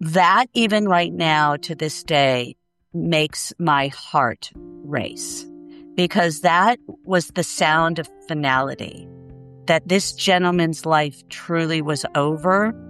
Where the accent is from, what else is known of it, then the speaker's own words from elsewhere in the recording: United States; as an American